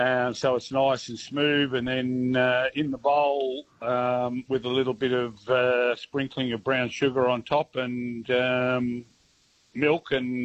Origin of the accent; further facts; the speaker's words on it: Canberra, Australian Capital Territory, Australia; I grew up in Canberra.